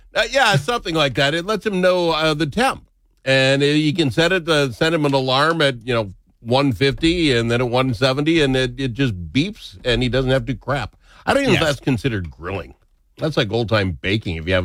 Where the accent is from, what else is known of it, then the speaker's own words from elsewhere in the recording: Minnesota, United States; Minnesota.